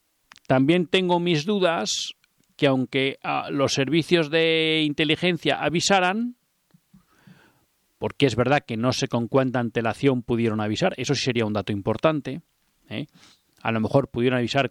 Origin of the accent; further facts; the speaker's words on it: Spain; lo que a uno le sorprende como español